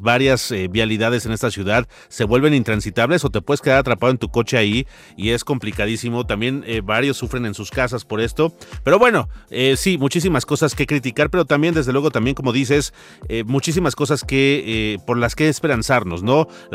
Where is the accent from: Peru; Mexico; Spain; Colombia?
Mexico